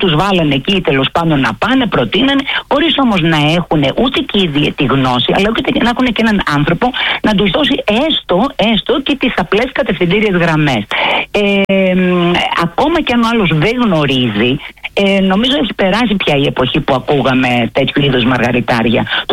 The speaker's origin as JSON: {"language": "Greek", "country": "Turkey", "second_language": "Greek", "said": "έδωσε συγχαρητήρια για το επίπεδο τη γλώσσα μου, λέγοντα ότι μιλάω πολύ καλά αυτή τη γλώσσα. Αν και είμαι Τουρκάλα."}